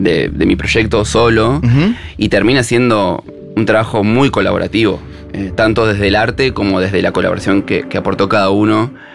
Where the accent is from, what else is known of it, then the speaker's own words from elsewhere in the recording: Viedma, Río Negro, Argentina; born there; also born or lived in Bahía Blanca, Argentina; now in Bariloche, Argentina; Yo nací en Viedma, me fui a Bahía Blanca, viví en Bahía Blanca.